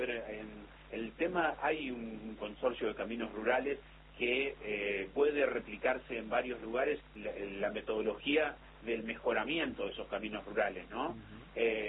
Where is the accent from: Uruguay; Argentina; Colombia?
Argentina; Buenos Aires; voy para mi pueblo, que en el partido de Lincoln